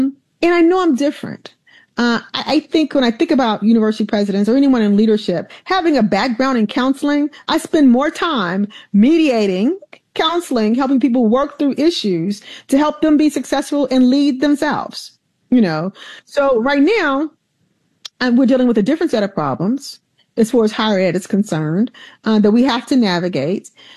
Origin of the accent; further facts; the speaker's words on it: Alabama, United States; I grew up in Alabama in the 60s and 70s.